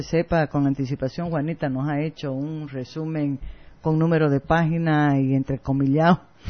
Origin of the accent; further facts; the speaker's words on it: Santa Cruz, Bolivia; Yo soy mujer, soy madre... Y digo que soy primero cruceña y después puedo decir que soy boliviana.